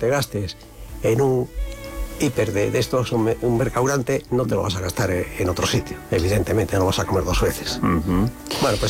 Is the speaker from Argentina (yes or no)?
no; Basque Country, Spain; Y como los vascos lo hacemos donde nos da la gana